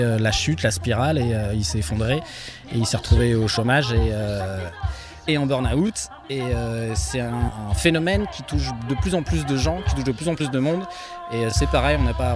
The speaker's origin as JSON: {"language": "French", "town": "Compiègne", "region": "Hauts-de-France", "country": "France", "said": "Alors moi, je suis de Compiègne, Emmanuel est de Méru."}